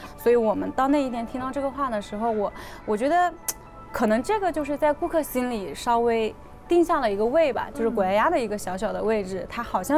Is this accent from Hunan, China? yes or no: yes; Hunan, China